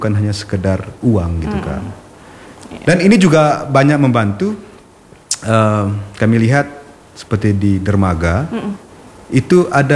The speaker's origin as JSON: {"language": "Indonesian", "region": "Aceh", "country": "Indonesia", "said": "ketika kami sampaikan kami dari Aceh"}